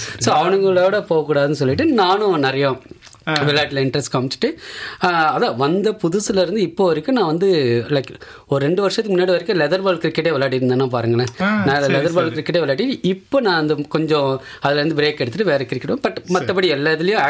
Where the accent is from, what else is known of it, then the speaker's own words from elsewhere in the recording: Chennai, Tamil Nadu, India; moved away as an adult; now in Australia; எனக்கு வீட்லேயும் வந்து சென்னையில் இருக்க, நான் சென்னையில் பிறந்து வளர்ந்தேன்.